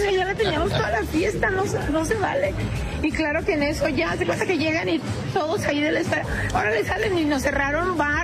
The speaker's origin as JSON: {"language": "Spanish", "region": "Chihuahua", "country": "Mexico"}